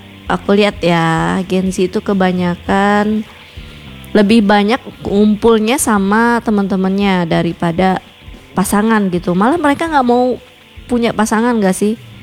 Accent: Kerinci, Jambi, Indonesia; aku asli Kerinci sih.

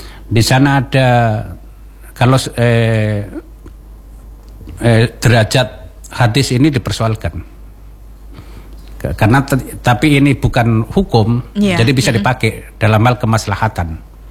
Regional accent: Java, Indonesia; Saya ini orang Jawa tapi saya suka.

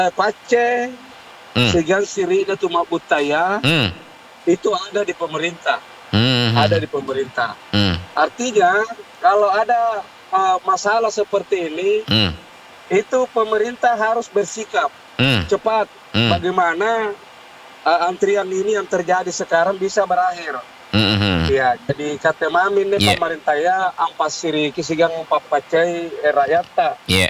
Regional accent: South Sulawesi, Indonesia; kita orang Sulsel ini

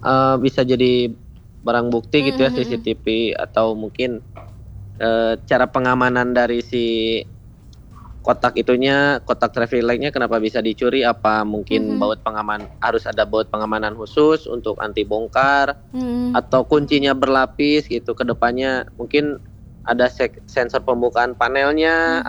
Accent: Bandung, West Java, Indonesia; Saya Ujung Berung teh, asli

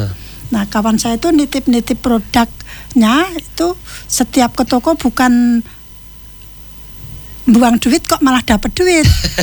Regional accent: Yogyakarta, Special Region of Yogyakarta, Indonesia; moved away as an adult; now in Sintang, Indonesia; asli dari Jogja.

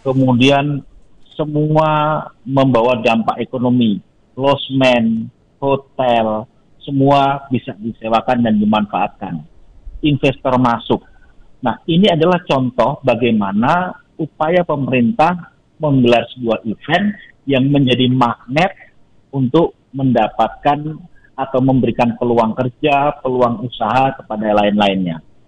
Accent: Boyolali, Central Java, Indonesia; Saya orang Boyolali

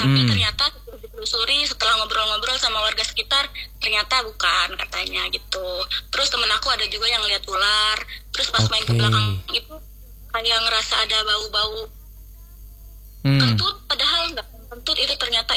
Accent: Subang, West Java, Indonesia; born there; moved away as an adult; now in Banten, Indonesia; asal aku dari Subang, Jawa Barat, Kak. Kebetulan aku lahiran sini, tapi tinggalnya di Subang dan sekarang kuliah di sini gitu.

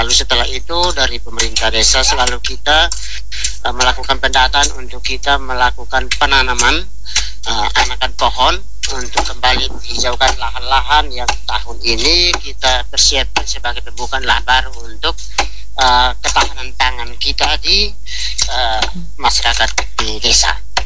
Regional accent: East Nusa Tenggara, Indonesia; kita sebagai orang Timor

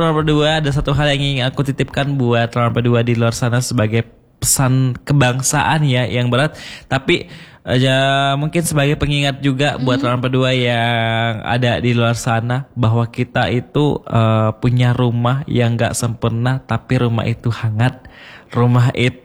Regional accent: Indonesia; Makanya saya bangga banget bisa lahir dan tumbuh di Indonesia.

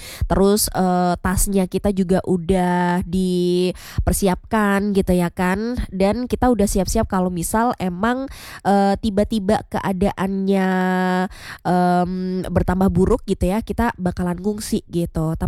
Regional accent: Temanggung, Central Java, Indonesia; moved away; aku dibawa pulang ke ke rumah asalku di Temanggung

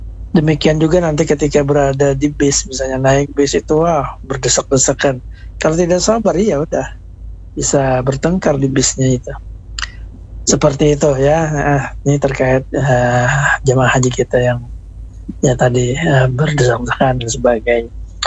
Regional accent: South Kalimantan, Indonesia; first language Banjar; Hampir kurang lebih 3 kilo ya, atau 3 pal dalam bahasa kita Banjar.

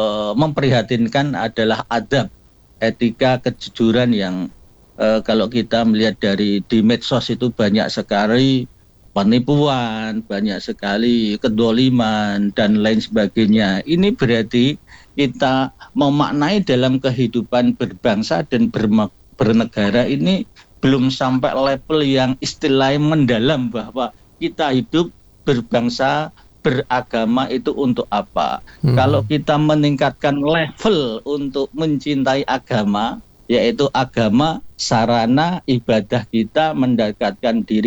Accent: Semarang, Central Java, Indonesia; saya asli atau lahir di Semarang.

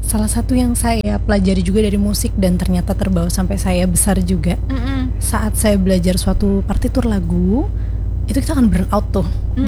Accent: Banjarbaru, South Kalimantan, Indonesia; also born or lived in Jakarta / Malang; Awalnya saya lahir emang di Jakarta. Soalnya bapak ibu saya dari Jakarta, terus karena penempatan tugas jadi dokter tadi di Martapura dan Banjarbaru, jadi dari kecil saya di Banjarbaru sampai sekarang. Udah jadi kerja PP Banjarbaru Banjarmasin aja sih.

